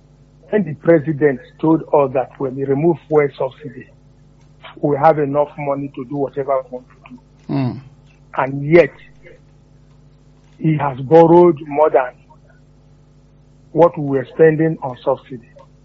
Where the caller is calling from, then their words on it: Ibadan, Oyo, Nigeria; I'm calling from Ologunru.